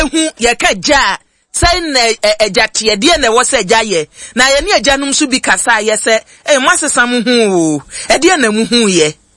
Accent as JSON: {"language": "English", "country": "Ghana", "said": "We are from Ghana."}